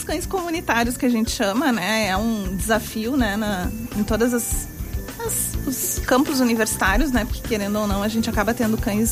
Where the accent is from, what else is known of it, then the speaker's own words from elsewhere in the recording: Porto Alegre, Rio Grande do Sul, Brazil; sou de Porto Alegre